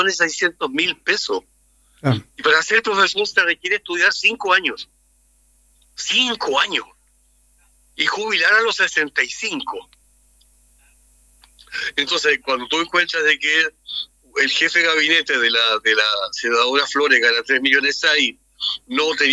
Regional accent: Ancud, Los Lagos, Chile; born there; now in Melipilla, Chile; Yo nací en Ancud, así que todavía me acordaba de algunas calles, de algunas casas.

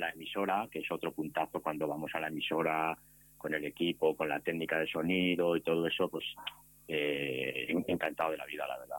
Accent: Ávila, Castile and León, Spain; born or raised there; also born or lived in Vitoria / London / Valencia / Barcelona; now in Granada, Spain

